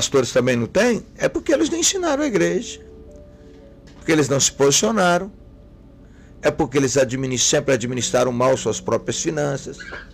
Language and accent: Portuguese; Minas Gerais, Brazil; moved away; Na minha terra, uma região lá de Minas, forte a pecuária